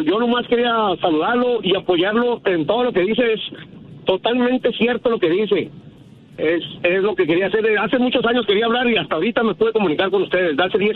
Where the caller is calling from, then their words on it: Mexicali, Baja California, Mexico; Mexicali, yo soy de Mexicali, soy.